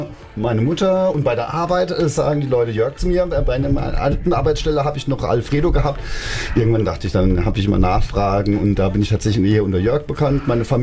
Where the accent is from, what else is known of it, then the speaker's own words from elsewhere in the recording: Ludwigshafen, Rhineland-Palatinate, Germany; moved away as an adult; also born or lived in Kaiserslautern / Mannheim; now in Bad Dürkheim, Germany; Also ich komme tatsächlich aus Oppau. Im Schatten der BSF bin ich groß geworden. Habe dann in Lautern studiert und habe dann zwischendurch dann in Mannheim in der Neckarstadt auch gewohnt und bin jetzt letztendlich dann in Bad Dürkheim gelandet.